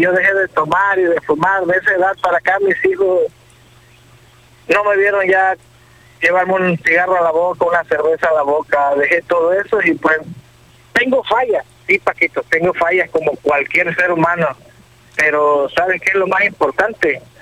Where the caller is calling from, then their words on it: Veracruz, Mexico; Yo soy de Veracruz